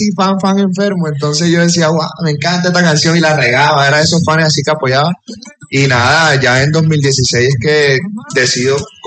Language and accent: Spanish; Aracataca, Magdalena, Colombia; Yo soy de Aracataca, Magdalena, de la tierra de Gao